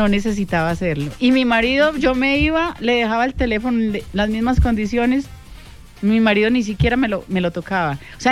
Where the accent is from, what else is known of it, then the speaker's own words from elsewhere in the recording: Pereira, Risaralda, Colombia; El siguiente sería el 28 en la ciudad de Pereira. En mi tierra, sí.